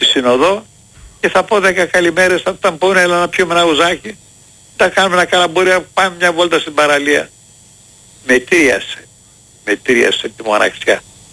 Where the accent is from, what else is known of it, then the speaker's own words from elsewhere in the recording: Athens, Attica, Greece; now in Kavala, Greece; Τελειώς το σπίτι μου, η οικογένειά μου, η δική μου είναι στην Αθήνα. Είμαι Αθηναίος.